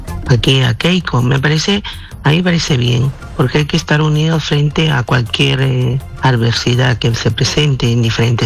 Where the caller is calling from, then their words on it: Madrid, Community of Madrid, Spain; Te llamo desde Madrid.